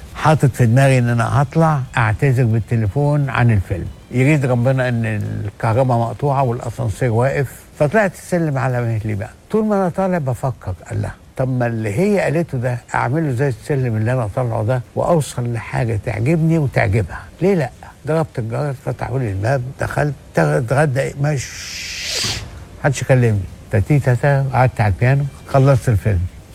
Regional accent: Tanta, Gharbia, Egypt; قلت له تونة مين؟ ما أنا جاي من طنطا يعني، لازم تسامحوني برضه.

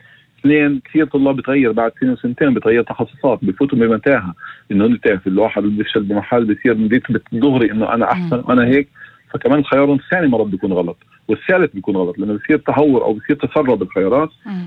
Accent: Northern District, Israel; now in Haifa, Israel; انا ابن الشمال وساكن بحيفا, فانا لحالي ساكن بعيد عن اهلي

